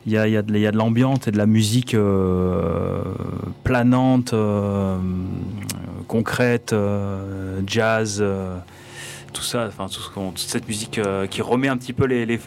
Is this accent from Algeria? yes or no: no; Toulon, Provence-Alpes-Côte d'Azur, France; je suis natif de Toulon, raised and born in Toulon, comme on dit.